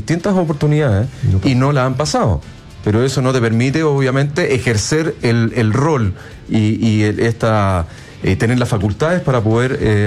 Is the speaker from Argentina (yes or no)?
no; Chile; Somos todos chilenos. No hay ninguno extranjero. Somos 23 agentes FIFA chilenos.